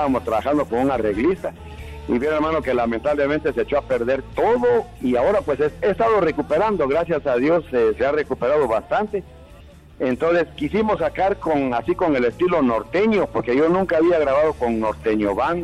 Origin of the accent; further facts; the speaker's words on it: Guatemala; yo soy puro guatemalteco.